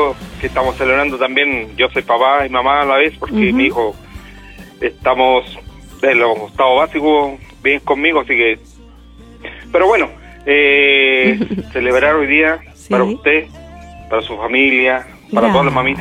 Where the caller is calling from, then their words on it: Talcahuano, Biobío, Chile; En Talcahuano.